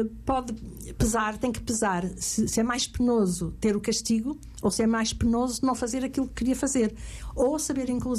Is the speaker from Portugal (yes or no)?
yes; Aveiro, Centro, Portugal; Da zona de Aveiro, em que eu vivi propriamente. Eu digo sempre que não sou das grandes avenidas, eu sou do Sal, da Ria do Sal, da Ria que entra sem cerimónia, não é?